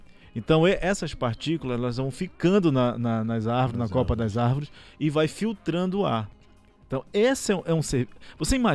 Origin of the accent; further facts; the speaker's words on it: Cametá, Pará, Brazil; now in Belém, Brazil; Eu sou ribeirinho. Eu sou da cidade natural, eu sou natural de Cametá.